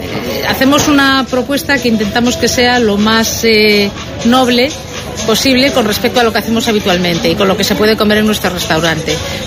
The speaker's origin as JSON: {"language": "Spanish", "town": "Ourense", "region": "Galicia", "country": "Spain", "said": "Yo soy de Orense, de la capital. Luego tenemos familia en Sinzo, por esa zona."}